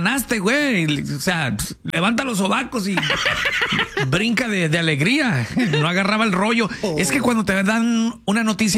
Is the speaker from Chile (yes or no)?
no; Mexico; now in United States; I am American. Y ya salí de ahí y le dije, Soy mexicano a la vez.